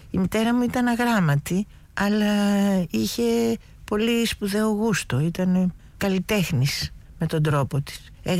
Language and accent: Greek; Athens, Attica, Greece; Ο πατέρας μου ήταν από τη Θράκη και η μητέρα μου από τη Σικιά της Λακωνίας. Αλλά γεννήθηκα στην Αθήνα και περπάτησα πάρα πολύ και ως μικρό παιδί με τον πατέρα μου στο κέντρο.